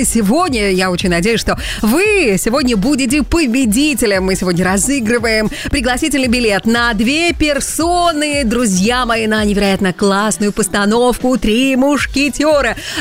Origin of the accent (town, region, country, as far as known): Belarus